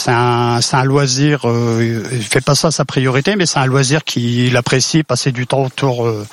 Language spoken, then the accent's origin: French; Aniche, Hauts-de-France, France; Nous, on vient de la ville d'Aniche, à côté de Valenciennes, dans le nord de la France.